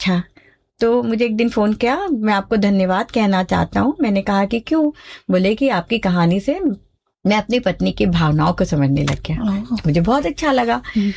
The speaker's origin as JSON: {"language": "Hindi", "region": "Rajasthan", "country": "India", "said": "पहले मैं मारवाड़ी हूँ, हमारे दादाजी नगर सेठ हुआ करते थे"}